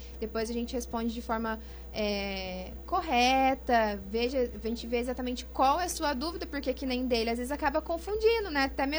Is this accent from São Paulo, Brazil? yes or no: yes; Pindamonhangaba, São Paulo, Brazil; eu sou de Moreira também.